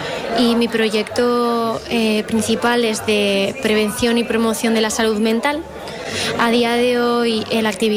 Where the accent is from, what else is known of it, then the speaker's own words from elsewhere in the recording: Artajona, Navarre, Spain; en mi pueblo, en Artajona